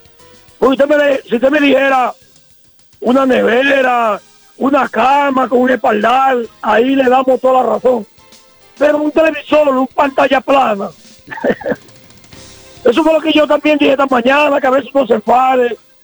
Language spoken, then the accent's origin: Spanish; Dominican Republic; somos dominicanos.